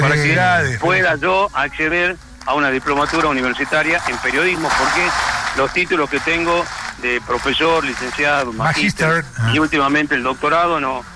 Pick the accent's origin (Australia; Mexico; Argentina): Argentina; Somos argentinos